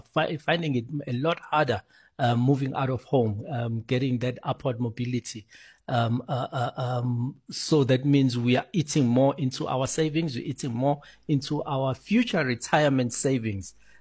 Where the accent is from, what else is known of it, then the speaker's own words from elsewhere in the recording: South Africa; as the South African middle class